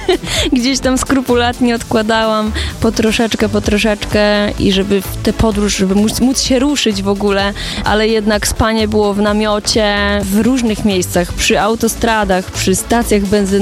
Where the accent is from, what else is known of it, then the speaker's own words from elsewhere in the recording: Mrowiny, Lower Silesian Voivodeship, Poland; also born or lived in Świdnica; Miejsce urodzenia to była Świdnica, natomiast wychowałam się w Mrowinach, takiej malutkiej wiosce.